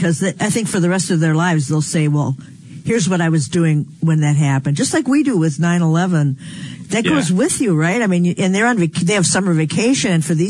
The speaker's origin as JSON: {"language": "English", "town": "Appleton", "region": "Wisconsin", "country": "United States", "said": "We've had tornadoes in Appleton. I'm from Appleton."}